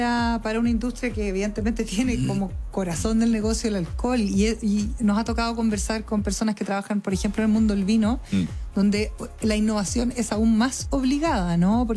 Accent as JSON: {"language": "Spanish", "country": "Chile", "said": "¿Cómo somos los chilenos para tomar cerveza ahora que han pasado estos 20 años de evangelización?"}